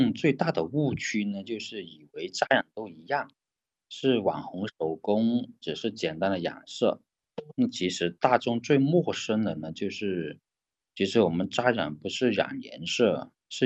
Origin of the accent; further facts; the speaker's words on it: China; 正如我们中国人的审美，它不追求我们这个完美规整